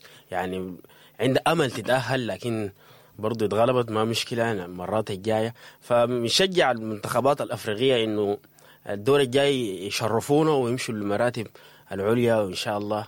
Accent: Sudan; moved away; في قلوبنا صراحة شوق كبير وشغف إنه نحن نرجع السودان

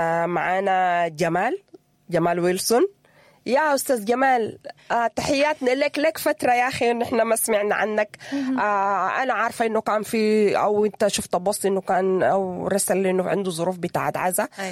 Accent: Sudan; moved away; إحنا كسودانيين

